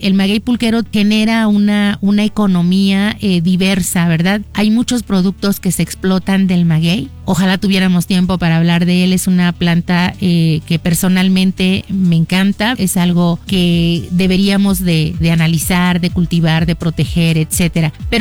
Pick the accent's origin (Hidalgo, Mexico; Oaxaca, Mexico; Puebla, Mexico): Hidalgo, Mexico; Zimapán; Yo soy de Zimapán